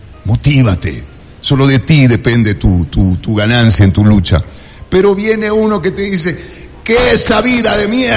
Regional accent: Ecuador; Pero los mexicanos también, y son igualitos a nosotros, ¿no? O sea, porque qué parecidos que somos con los mexicanos.

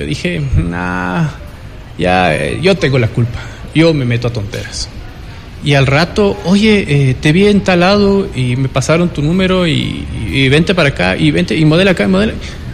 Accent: Ecuador; Oye, entre ecuatorianos no deberíamos ponernos el pie.

